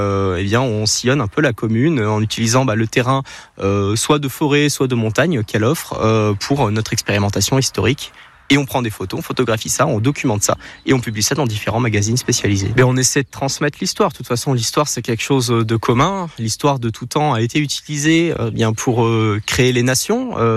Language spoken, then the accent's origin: French; Quaix-en-Chartreuse, Auvergne-Rhône-Alpes, France; J'ai grandi à Quai en Chartreuse.